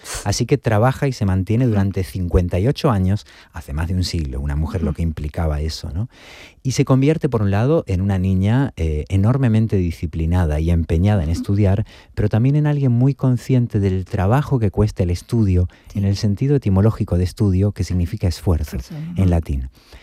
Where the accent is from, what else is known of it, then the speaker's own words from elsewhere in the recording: Buenos Aires, Argentina; born there; moved away; Buenos Aires, que casualmente es mi ciudad natal.